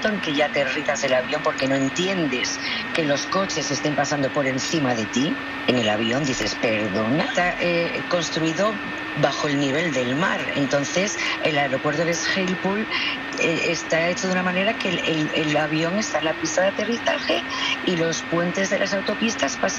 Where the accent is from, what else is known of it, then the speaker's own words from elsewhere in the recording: Asturias, Spain; Bueno, para mí sí, porque yo soy asturiana, pequeñita